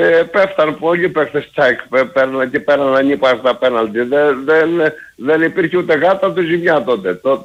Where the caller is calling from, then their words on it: Nafpaktos, West Greece, Greece; από Ανάσπακτο.